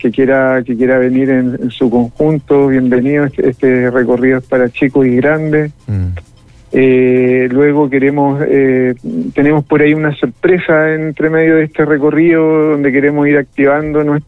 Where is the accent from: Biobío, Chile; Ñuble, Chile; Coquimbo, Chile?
Coquimbo, Chile; Los Vilos; born or raised there